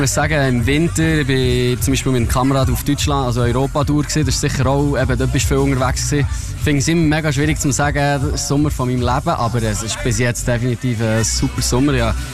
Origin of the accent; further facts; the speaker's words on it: Switzerland; Genau, ja, also ich sage eben, ich komme von der Schweiz und das ist sicher so meine Heimat